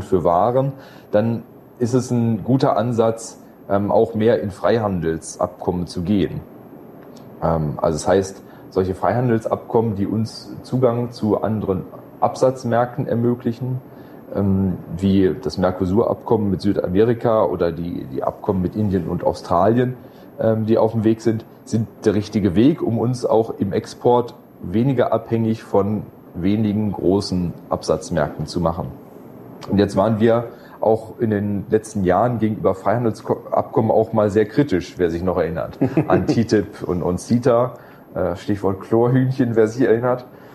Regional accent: Stuttgart, Baden-Württemberg, Germany; Ja, das ist noch regional, also als Stuttgarter muss ich sagen, oder?

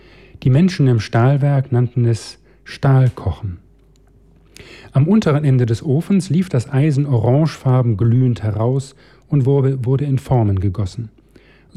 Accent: Duisburg, North Rhine-Westphalia, Germany; Ich bin im Ruhrgebiet aufgewachsen, Duisburg, und da gibt es sehr, sehr viele stillgelegte Industriegebiete, Kohlezechen, Stahlwerke und andere Orte.

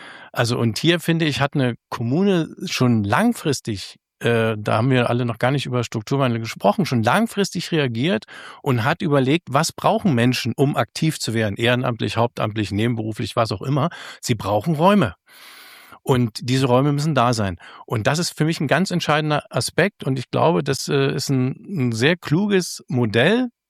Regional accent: Cottbus, Brandenburg, Germany; ich komme aus Cottbus.

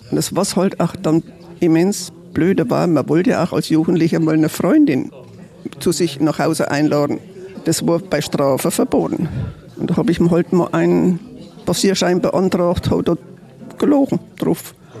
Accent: Thuringia, Germany; accent: Franconian; moved away as an adult; now in Erfurt, Germany; Ja, also eigentlich fränkischer Teil. Ist schön. Aber die Grenze war vor meiner Nase, also zwischen Sonnenberg und Kronach.

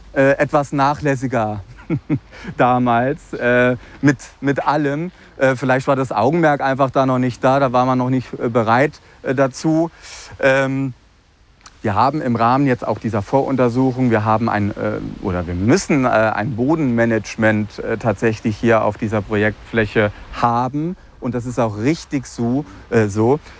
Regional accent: Northern Germany, Germany; So, jetzt als Norddeutscher kann man sagen, wir haben ja sowieso immer Wind und hier ist es nicht warm.

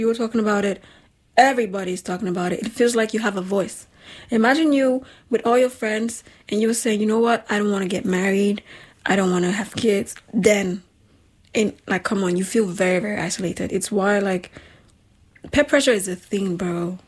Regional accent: Nigeria; because of the way I grew up in Nigeria, I hated my body.

